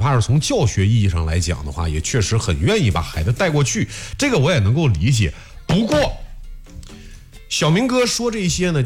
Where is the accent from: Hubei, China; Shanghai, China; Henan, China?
Henan, China; 这个一直以来也都是我们河南人特别骄傲的